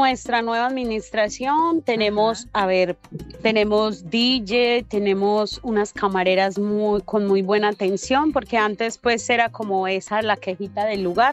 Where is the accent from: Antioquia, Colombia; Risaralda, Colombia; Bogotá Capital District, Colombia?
Antioquia, Colombia; Medellín; now in Cali, Colombia; Aunque somos de Medellín, a ver, los dueños somos de Medellín